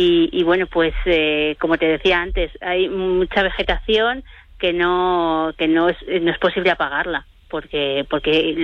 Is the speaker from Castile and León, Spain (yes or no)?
yes; Fariza, Castile and León, Spain; Fariza, mi pueblo es Fariza, sí.